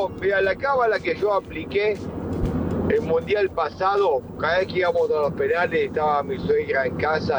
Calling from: Del Viso, Buenos Aires Province, Argentina

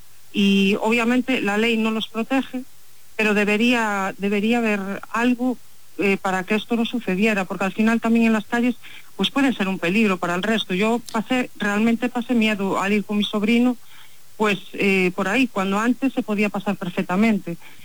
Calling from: Pontevedra, Galicia, Spain

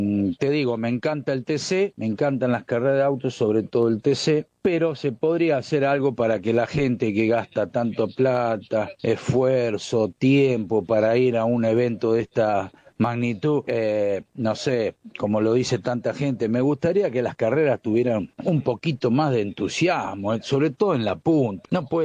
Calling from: Villa Carlos Paz, Córdoba, Argentina; de Carlos Paz

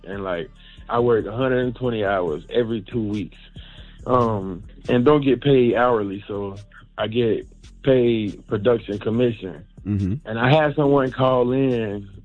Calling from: Charlotte, North Carolina, United States; from Charlotte.

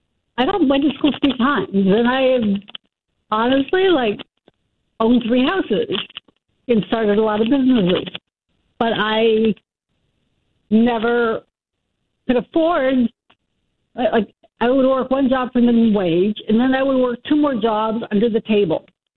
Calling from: Bath, Maine, United States; There's huge amounts of us because I'm from here.

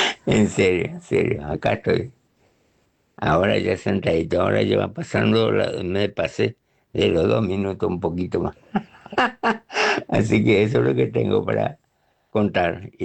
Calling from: Clorinda, Formosa, Argentina; de Clorinda

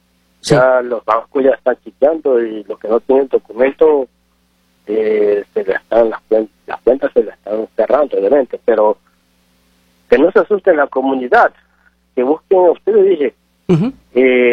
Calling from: Ecuador; Le estoy llamando desde Ecuador.

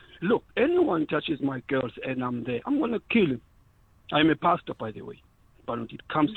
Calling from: South Africa; I'm being real as a South African.

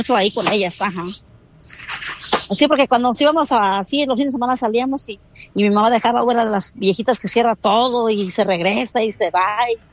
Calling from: Michoacán, Mexico; soy de Michoacán.

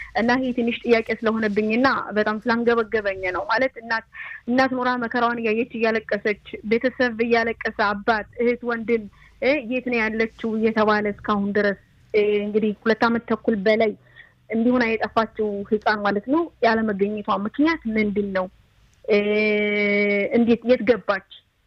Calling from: Haifa, Haifa District, Israel

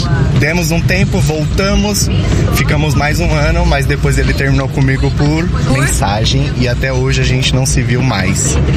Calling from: São Paulo, Brazil; Sou de São Paulo

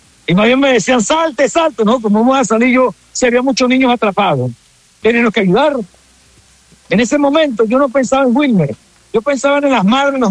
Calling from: Caracas, Capital District, Venezuela; Estamos saliendo ahorita de Caracas a La Guaira

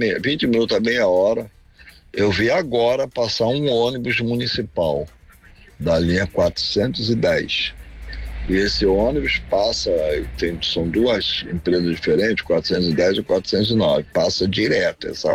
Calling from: Rio de Janeiro, Brazil

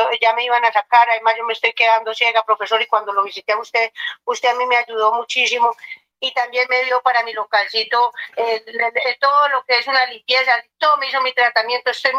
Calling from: Sogamoso, Boyacá, Colombia; Estoy llamando acá desde Sogamoso, Boyacá

